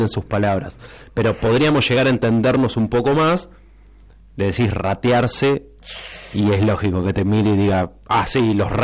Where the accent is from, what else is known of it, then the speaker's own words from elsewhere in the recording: Buenos Aires, Argentina; yo soy porteño.